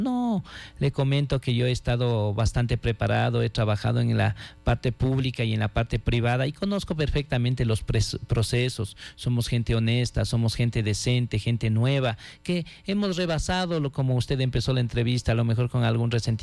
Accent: Pujilí, Cotopaxi, Ecuador

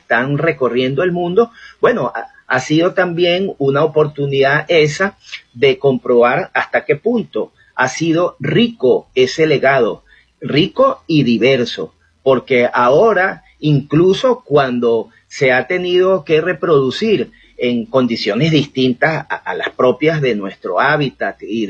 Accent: Venezuela; Ellas construyen las raíces que nos permiten a nosotros identificarnos como venezolanos dentro y fuera del mundo

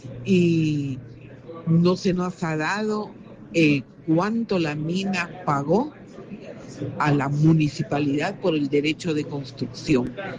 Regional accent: Santa Catarina Mita, Jutiapa, Guatemala; municipios de Jutiapa como Santa Catarina Mita, que somos vecinos de Asunción Mita.

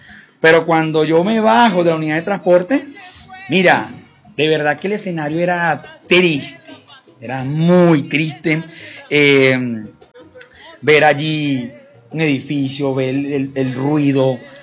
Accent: Venezuela

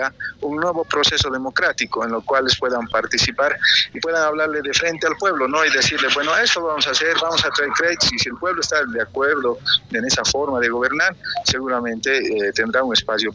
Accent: Bolivia; que nosotros como bolivianos no las vemos

